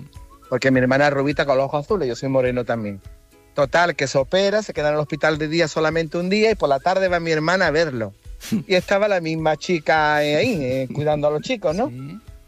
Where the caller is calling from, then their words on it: southern Spain, Spain; Y yo soy moreno, como del sur que somos